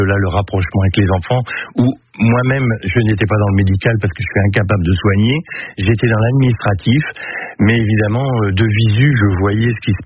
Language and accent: French; Lille, Hauts-de-France, France; born there; Moi, je suis né à Lille. Oui, je suis né à Lille. En 1959, j'ai 66 balais, voilà.